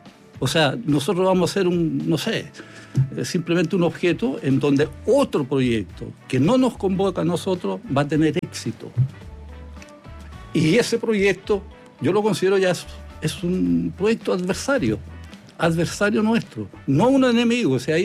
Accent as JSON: {"language": "Spanish", "country": "Chile", "said": "Por eso yo digo que soy chileno, yo digo más chileno que ruso"}